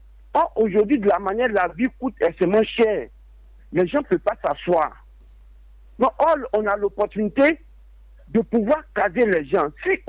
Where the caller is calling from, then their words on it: Côte d’Ivoire; Aujourd'hui, on vit dans une situation que il n'y a pas de mérite en Côte d'Ivoire.